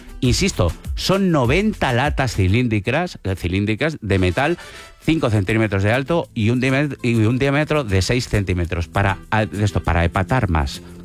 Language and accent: Spanish; Sant Feliu de Llobregat, Catalonia, Spain; Jaume Plensa, por cierto, es de mi pueblo, de San Feliu de Llobregat.